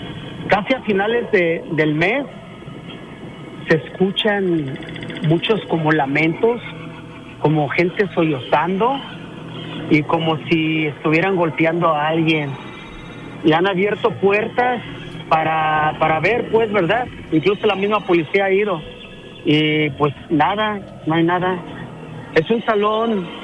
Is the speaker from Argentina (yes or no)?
no; Lagos de Moreno, Jalisco, Mexico; Ok, yo soy de Lagos de Moreno y hay una casa ahí por la Pedro Moreno, en Lagos de Moreno.